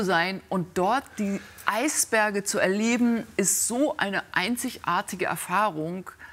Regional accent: Bavaria, Germany; meiner Kindheit in Bayern, groß geworden mit viel Eis und Schnee.

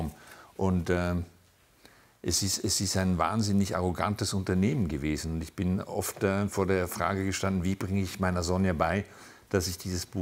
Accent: Switzerland; Aber wir waren quasi die Hyper-Westis

